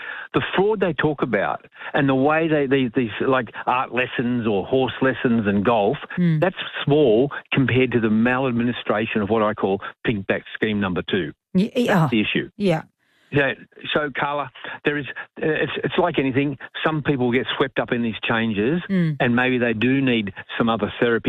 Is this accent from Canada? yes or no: no; Australia; You know what? I'm Australian as they come.